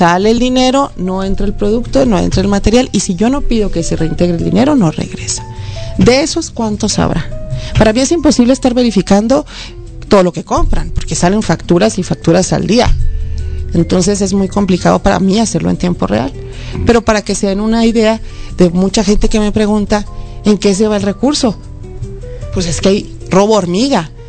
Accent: Hidalgo del Parral, Chihuahua, Mexico; Soy una persona que sí nací en Parral, que sí conozco las necesidades de mi pueblo

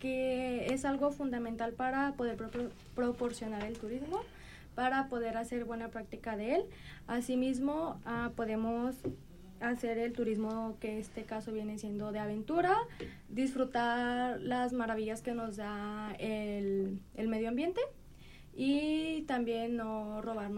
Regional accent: Casimiro Castillo, Jalisco, Mexico; Yo soy originaria de Casimiro Castillo.

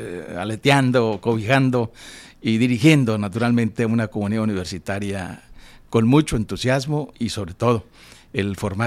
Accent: El Rosario, Sinaloa, Mexico; mi tierra del Rosario, Sinaloa.

